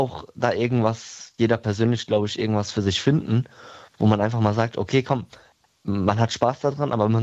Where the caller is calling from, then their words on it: Hesse, Germany; bei uns lokal im Odenwald